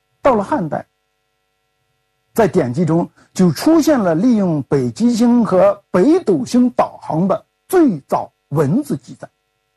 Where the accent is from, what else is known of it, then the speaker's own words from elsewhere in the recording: China; 我们中国人就发明了过洋千星术